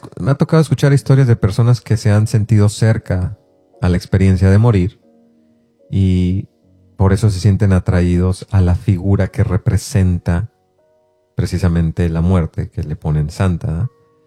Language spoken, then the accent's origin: Spanish; Mexico